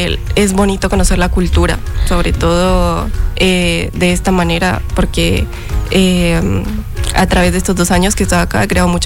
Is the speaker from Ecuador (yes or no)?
no; Duitama, Boyacá, Colombia; now in Argentina; Yo soy de Colombia, de la ciudad de Duitama, de Boyacá, a 4 horas de Bogotá.